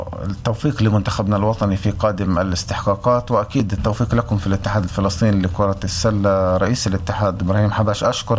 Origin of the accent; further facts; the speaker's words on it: Palestine; كفلسطينيين